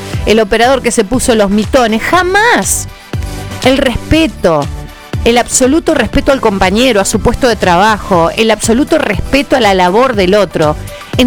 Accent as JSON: {"language": "Spanish", "country": "Argentina", "said": "como persona, como argentina, como mamá, como mujer de 50 años y como periodista deportiva"}